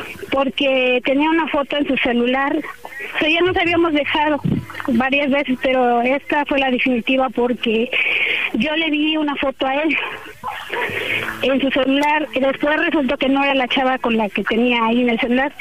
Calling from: Cuernavaca, Morelos, Mexico; soy de aquí de Santa Catarina

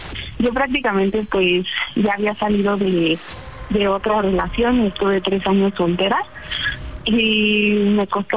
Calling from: Mexico City, Mexico; Tengo 21 años y soy de la Ciudad de México.

